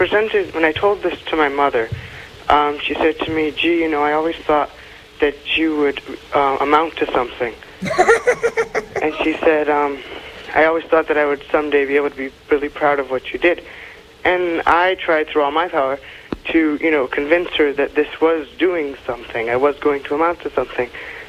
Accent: Derby, Connecticut, United States; I'm from Derby, Connecticut.

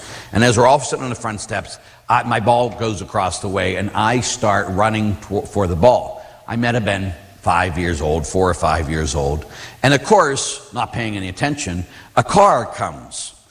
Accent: Pittsburgh, Pennsylvania, United States; when I was a kid, I grew up in Pittsburgh, as we all know

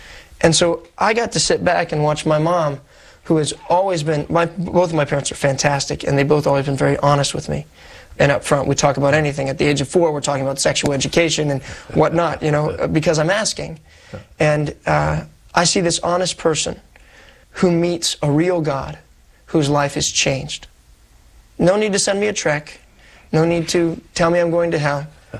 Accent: Columbus, Ohio, United States; Born and raised in Columbus, Ohio.

